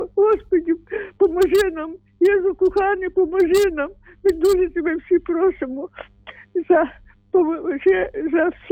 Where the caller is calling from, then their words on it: Rivne, Rivne Oblast, Ukraine; Я з Рівно дзвоню